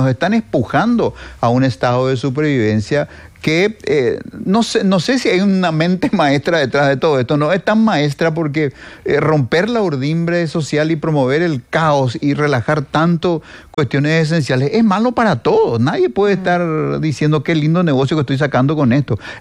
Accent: Paraguay

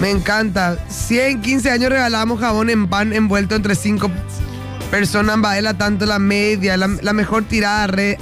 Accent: Paraguay; Nosotros somos paraguayos, ¿verdad?

